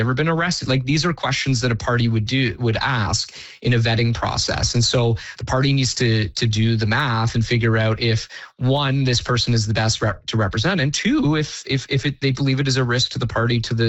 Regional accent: Innisfil, Ontario, Canada; I grew up in Innisfil, which is a, you know, pretty small town. It was even smaller when I was growing up there.

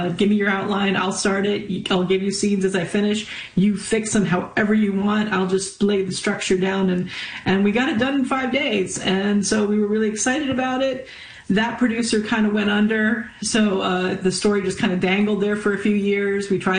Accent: Ontario, Canada; also born or lived in Quebec; Because we grew up in Ontario and Quebec, and so we know what deep snow is

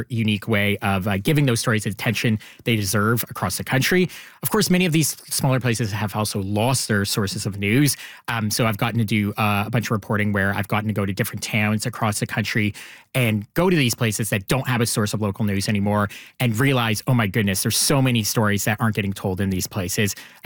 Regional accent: Elora, Ontario, Canada; moved away; I grew up in a small town myself, so mm-hmm. I'm from Elora

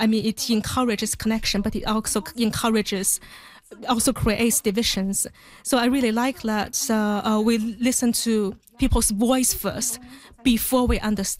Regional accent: Beijing, China; English is a second language; I'm from Beijing, China.

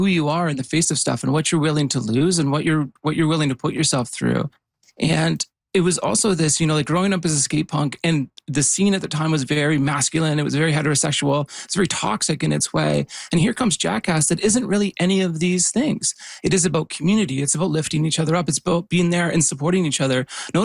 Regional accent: Yukon, Canada; I grew up in the Yukon

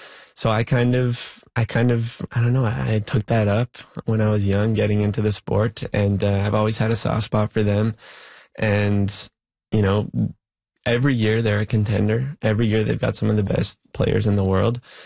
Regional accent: Canada; Obviously, you know, I'm Canadian. I grew up in Canada.

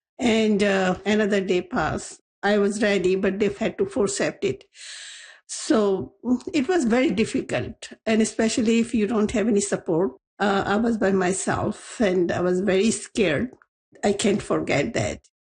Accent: Pakistan; moved away as an adult; now in Vancouver, Canada; I came from Pakistan, and back home, when I see it, it was completely different.

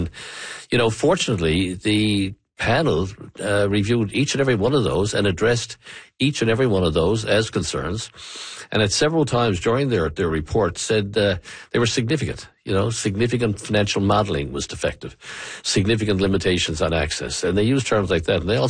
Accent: Newfoundland and Labrador, Canada; I played a role not, you know, as a progressive conservative, but as a Newfoundlander and Labradorian.

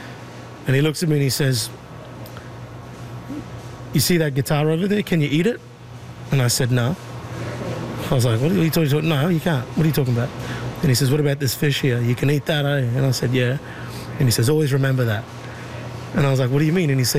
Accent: Mossman, Queensland, Australia; now in Ottawa, Canada; This is in Mossman, Queensland, yeah, my hometown of Mossman. And so we're also from the same tribe as well in that town.

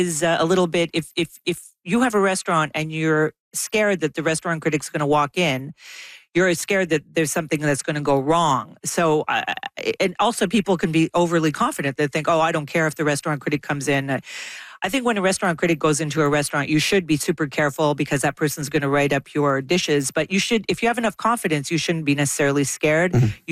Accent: Montreal, Quebec, Canada; born or raised there

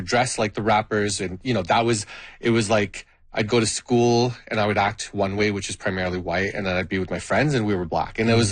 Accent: Richmond Hill, Ontario, Canada; born there; first language Gujarati; English is a second language; also born or lived in Scarborough, Toronto; we moved from Scarborough in 93. So I was an 8-year-old boy, and Scarborough is just, when I was growing up in Scarborough, everyone looked like me. Everyone was just everyone. And then moving to Richmond Hill

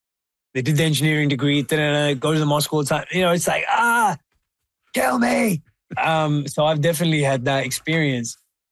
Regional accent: Wembley, London, United Kingdom; born or raised there

